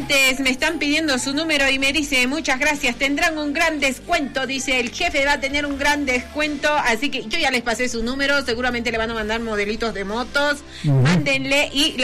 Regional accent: San Luis Potosí, Mexico; porque a nosotros nos gusta este estilo de música, porque somos potosinos fieles y finos.

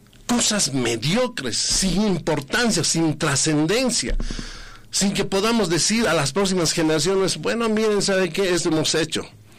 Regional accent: Potosí, Bolivia; yo estoy hablando por mi pueblo

